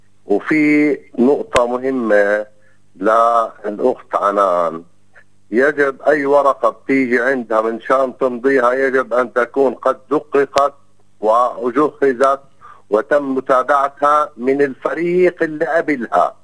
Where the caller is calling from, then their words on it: Palestine; عندنا في فلسطين